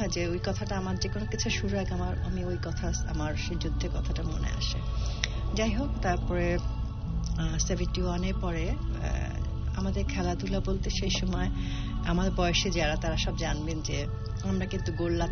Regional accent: Shahji Bazar, Sylhet Division, Bangladesh; also born or lived in Kaptai / Khulna; আমি আমার দেশ খুলনায়, আমার জন্ম হচ্ছে কাপ্তাই, আমার বেড়ে ওঠা সিলেট শাহজী বাজার। কাপ্তাইতে 1965 আমার জন্ম

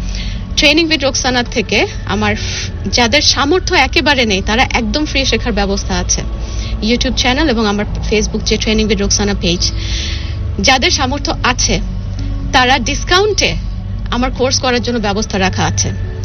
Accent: Bangladesh

